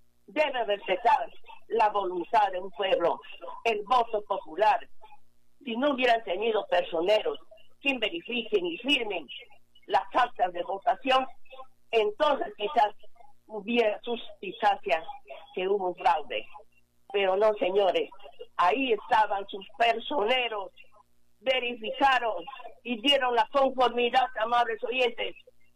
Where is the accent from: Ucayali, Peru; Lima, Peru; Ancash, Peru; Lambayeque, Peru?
Ucayali, Peru; Aguaytía; es un pueblo tranquilo, Aguaitía, mi pueblo, el pueblo de mis abuelos